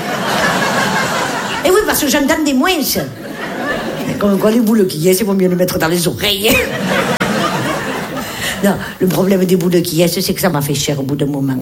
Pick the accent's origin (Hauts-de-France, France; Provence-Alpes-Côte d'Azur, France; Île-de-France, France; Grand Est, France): Provence-Alpes-Côte d'Azur, France; Nice